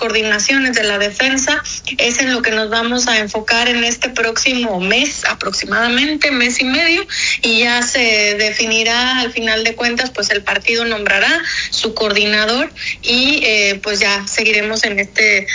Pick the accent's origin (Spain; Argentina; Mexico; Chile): Mexico; lo importante es que es que como mexicanos nos sumemos a esta defensa.